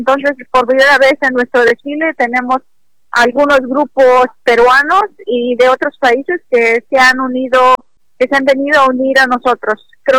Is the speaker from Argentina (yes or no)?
no; Puebla, Mexico; now in New York, United States; Puebla es un estado muy lindo y los poblanos, los mexicanos de esta área, somos poblanos. Yo soy poblana.